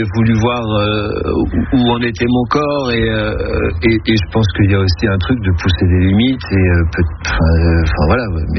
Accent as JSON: {"language": "French", "town": "Barcelona", "region": "Catalonia", "country": "Spain", "tie": "born or raised there", "said": "vu que j'ai grandi à Barcelone, je pars à Barcelone."}